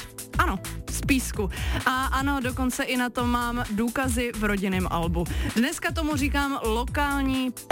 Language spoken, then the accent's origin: Czech; Liberec, Liberec Region, Czechia; Ale vlastně ještě, že jsem z Liberce, ještě je docela jednoduchý.